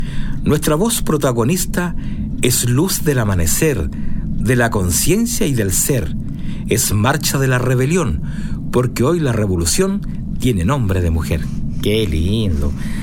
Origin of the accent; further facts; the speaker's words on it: Los Andes, Valparaíso, Chile